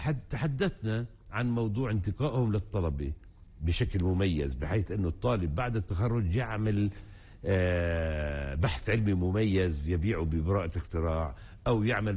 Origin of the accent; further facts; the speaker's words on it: Palestine; وأنا كنت الوحيد من فلسطين